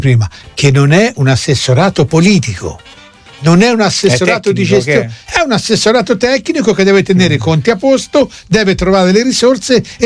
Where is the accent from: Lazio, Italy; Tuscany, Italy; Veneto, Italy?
Tuscany, Italy; Arezzo; io che sono di Pescaiola, no, perché sarei troppo lontano.